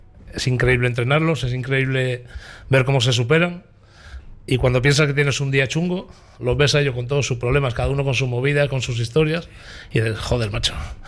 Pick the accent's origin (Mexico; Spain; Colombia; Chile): Spain; Galicia; moved away as an adult; now in Almería, Spain; soy un gallego que se vino hace 30 años aquí a Almería. Ajá. Así que soy ya más almeriense que lindalo.